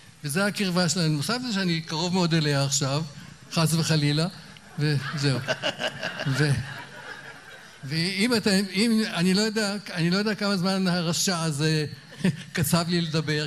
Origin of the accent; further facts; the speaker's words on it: Rosh Pinna, Northern District, Israel; כי ראש פינה היא נשמתי, ראש פינה שלי, ראש פינה נולדתי בראש פינה